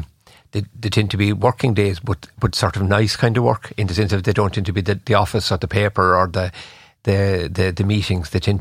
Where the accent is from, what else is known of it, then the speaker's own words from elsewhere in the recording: County Clare, Ireland; which is Clare, I'm from Clare.